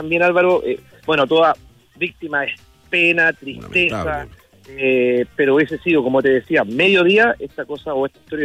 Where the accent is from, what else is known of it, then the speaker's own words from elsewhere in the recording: Viña del Mar, Valparaíso, Chile; yo que soy del sector de Gómez Carreño, voy a la feria Caupolicán